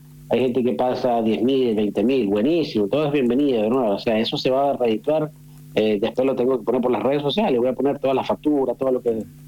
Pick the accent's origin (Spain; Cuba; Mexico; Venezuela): Venezuela; now in San Juan, Argentina; desde el sábado temprano estábamos los venezolanos